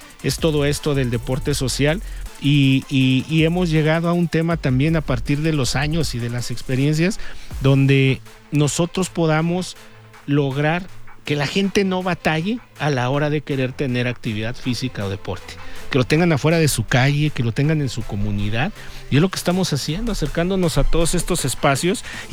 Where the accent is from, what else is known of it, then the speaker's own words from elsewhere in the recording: Irapuato, Guanajuato, Mexico; Yo soy de Irapuato, ya me considero de aquí, hoy desempeño una función en gobierno del estado.